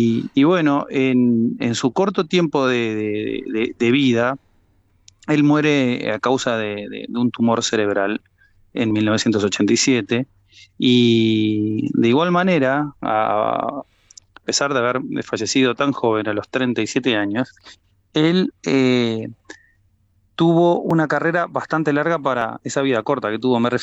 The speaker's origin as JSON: {"language": "Spanish", "region": "Montevideo", "country": "Uruguay", "said": "Tener salas con mi nombre, y eso es un gran orgullo en mi país, en mi ciudad."}